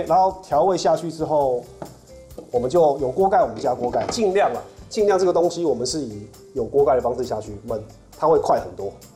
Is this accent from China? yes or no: no; Taiwan; 我们台湾人